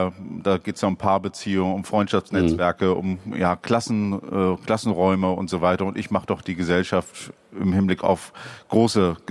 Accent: Rostock, Mecklenburg-Vorpommern, Germany; Auch viele Leute kommen aus dem Plattenbaugebiet, wo ich herkomme. Jetzt hat gerade Mareike Riemann so ein Buch geschrieben. Die kommt auch aus Lüttenklein übrigens.

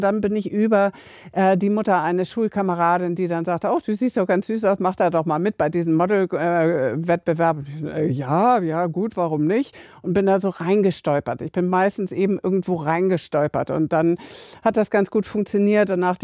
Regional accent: Hamburg, Germany; Ja, Eppendorfer Landstraße 18, Ecke Hornstraße. Da bin ich groß geworden, in einem Mehrfamilienhaus.

